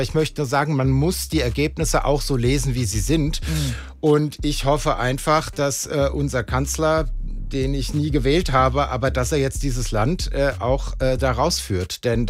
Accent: West Germany, Germany; wir hatten natürlich Glück als Westdeutsche

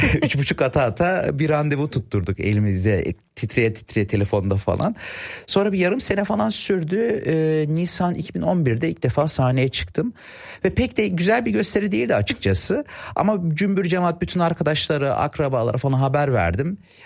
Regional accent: Cologne, North Rhine-Westphalia, Germany; 1987 senesinde dünyaya geldim. Doğma büyüme Kölnlüyüm. Babam zamanında işçi olarak Almanya'ya geliyor.

